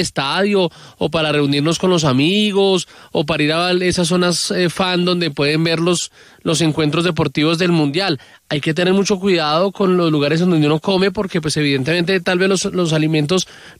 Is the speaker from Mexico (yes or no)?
no; Colombia; nosotros como colombianos